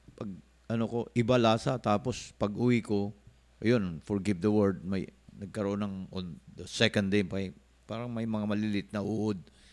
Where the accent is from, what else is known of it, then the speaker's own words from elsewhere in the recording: Davao Region, Philippines; now in Manila, Philippines; Sa aming salita, yung gatherer na, tuba gatherer sa amin sa Davao ay mananggiti.